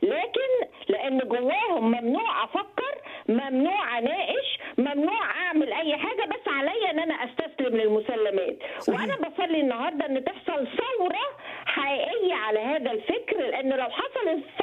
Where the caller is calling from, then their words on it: Egypt; وأنا كمصرية